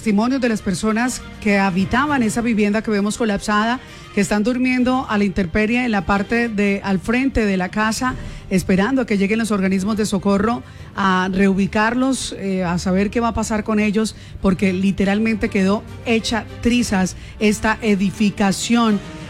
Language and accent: Spanish; Cali, Valle del Cauca, Colombia